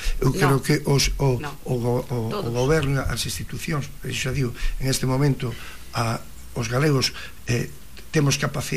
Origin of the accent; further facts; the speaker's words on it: Galicia, Spain; como galegos temos que sentirnos orgullosos que hoxe a xestión de educación é competencia nosa.